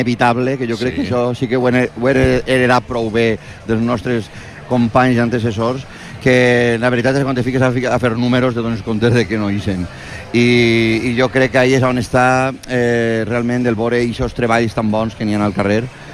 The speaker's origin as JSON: {"language": "Catalan", "town": "Elda", "region": "Valencian Community", "country": "Spain", "said": "jo que sóc d'Elda"}